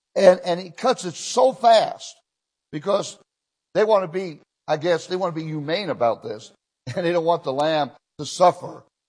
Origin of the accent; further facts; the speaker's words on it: Israel; Now, when I was in Israel, I grew up in Israel all my young life